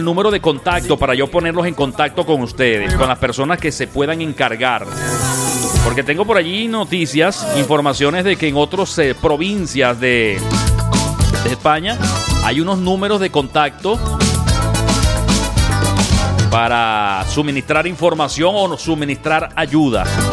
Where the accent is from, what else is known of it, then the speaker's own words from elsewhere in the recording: Venezuela; now in Spain; en nuestro país, en mi país, Venezuela.